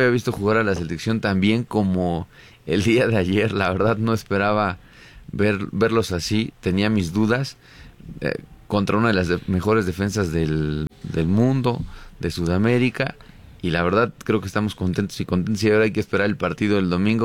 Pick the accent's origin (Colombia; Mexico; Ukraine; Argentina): Mexico; pero la verdad creo que festejaron mucho nosotros como mexicanos, claro.